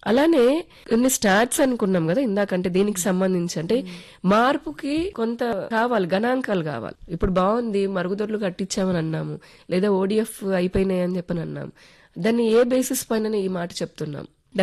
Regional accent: Andhra Pradesh, India; So నాకు చాలా గర్వకారణంగా ఉంది, నేను ఆంధ్రప్రదేశ్ నుంచి ఉన్నాను కాబట్టి.

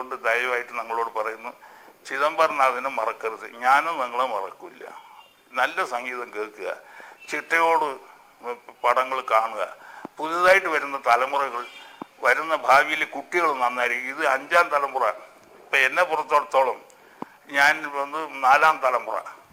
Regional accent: Kerala, India; now in Chennai, India; ഞാനൊരു മലയാളി എന്നുള്ള നിലയിൽ എൻ്റെ കേരളത്തിന് എല്ലാ നന്മകളും വരാൻ

